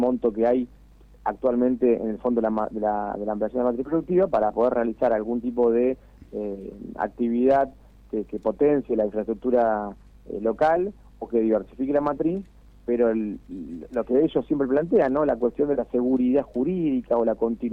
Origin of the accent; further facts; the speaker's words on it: Tierra del Fuego, Argentina; somos fueguinos